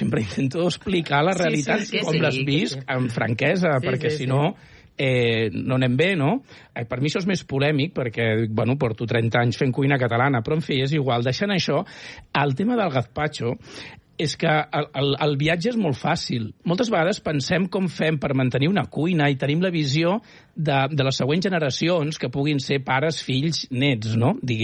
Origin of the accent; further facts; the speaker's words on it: Catalonia, Spain; Jo sóc del Baix Llobregat. Hi ha un creuament allà.